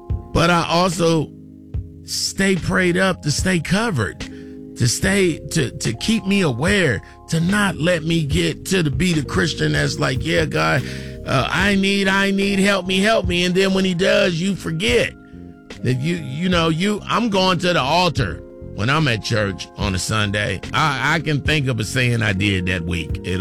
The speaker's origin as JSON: {"language": "English", "region": "California", "country": "United States", "said": "I'm from Cali, so we don't stop at stop signs because my father used to say, just keep going through the stop sign."}